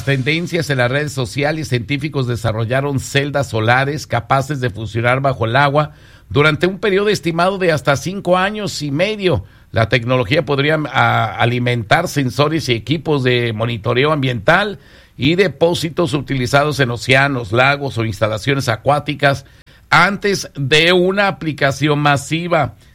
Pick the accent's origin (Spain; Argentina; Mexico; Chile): Mexico; Claro que soy mexicano, oye. Soy mexicano, pero no tonto.